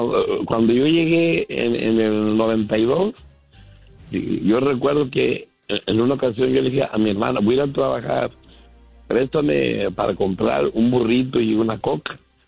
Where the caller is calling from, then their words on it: Los Angeles, California, United States; de Los Ángeles, California.